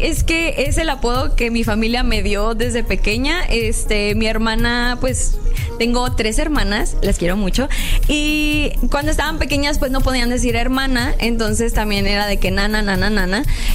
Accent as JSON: {"language": "Spanish", "country": "Mexico", "said": "muchos de los mexicanos podrán estar de acuerdo conmigo porque todos crecimos viendo anime en el Canal 5."}